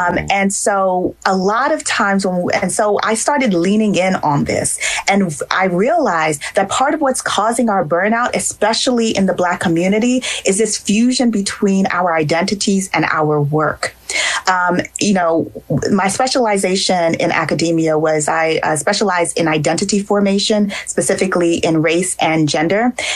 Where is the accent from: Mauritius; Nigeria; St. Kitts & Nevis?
Nigeria; And I'm also a Nigerian, so I have to shout out, because yesterday was Nigerian Independence Day.